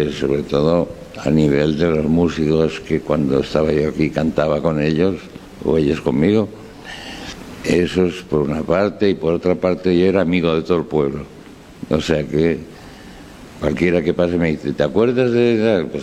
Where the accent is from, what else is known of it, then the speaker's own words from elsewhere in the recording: Alcoy, Valencian Community, Spain; moved away; Y ¿de dónde soy? Pues soy de Alcoy. Aunque tengas que luego explicar Alcoy, Alicante, región de Valencia, España, un punto aquí, pero en el fondo soy alcoyano.